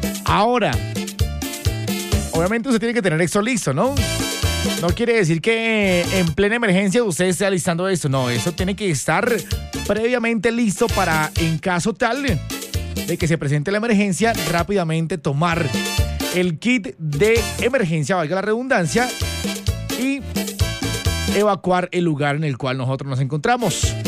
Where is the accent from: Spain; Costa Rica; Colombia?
Colombia